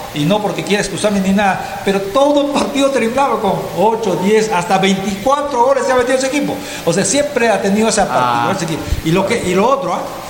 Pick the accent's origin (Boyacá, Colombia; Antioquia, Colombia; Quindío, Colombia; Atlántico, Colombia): Boyacá, Colombia; El Cocuy; Yo creo que envidia sana tenemos los que venimos de Cocuy, en donde solamente tenemos campo deportivo, no un escenario, no un estadio como lo que tienen ustedes